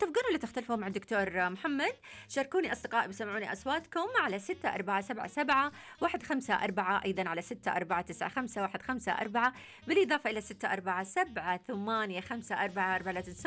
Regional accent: Dammam, Eastern Province, Saudi Arabia; من الدمام.

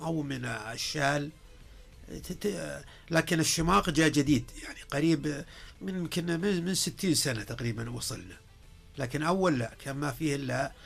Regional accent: Najd, Saudi Arabia; كان عندنا في نجد مثلا الملابس النجدية المرودن، الملابس المرودن هذا يعتبر نجدي

